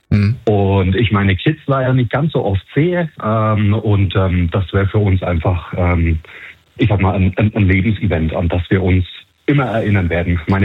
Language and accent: German; Nuremberg, Bavaria, Germany; moved away; Ja, tatsächlich. Ich komme aus der Nürnberger Ecke, bin aber seit 20 Jahren mittlerweile Leiter.